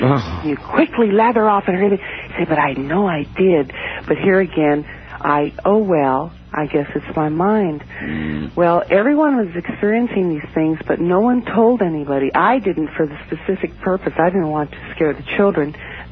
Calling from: Alameda, California, United States; From Alameda, California, right outside of San Francisco.

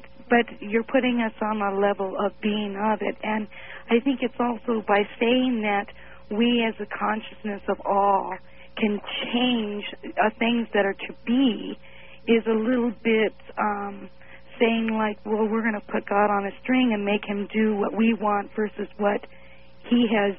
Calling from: Seattle, Washington, United States; in Seattle.

